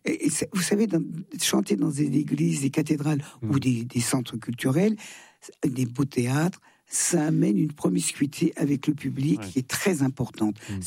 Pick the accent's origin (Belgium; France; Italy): France; Thonon-les-Bains, Auvergne-Rhône-Alpes; Je vais être à Thenon-les-Blains, ma ville natale.